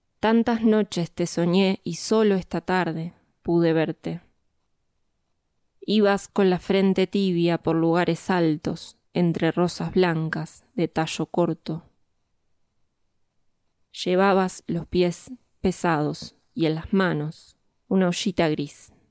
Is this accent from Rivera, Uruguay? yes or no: no; Montevideo, Uruguay; soy uruguaya, vivo en Montevideo, que es la capital del Uruguay, y viví mucho tiempo en un barrio ubicado al norte de Montevideo, un barrio donde pasaba el tren